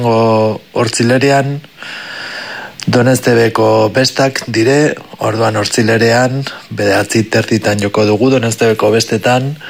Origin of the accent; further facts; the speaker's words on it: Amaiur, Navarre, Spain; Erran bezala ni Amaiurkoa naiz.